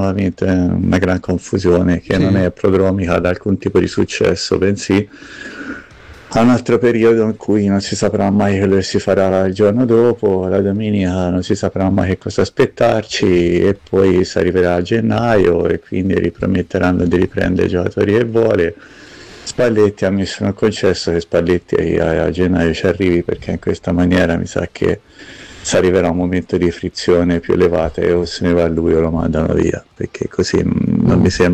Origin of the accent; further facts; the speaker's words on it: Tuscany, Italy; occhio che in Toscana questo qui è un po' una presa di giro, coglietecela, io sono toscano, ce la colgo